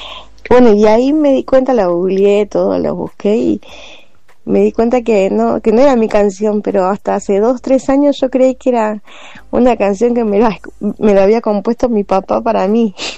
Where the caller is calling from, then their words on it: Ciudadela, Buenos Aires Province, Argentina; Dios los bendiga … de Ciudadela.